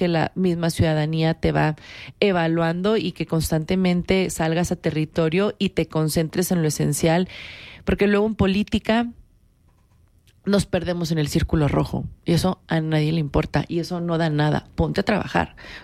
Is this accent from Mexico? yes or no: yes; Mexico; todos los mexicanos hoy debemos de defender nuestra soberanía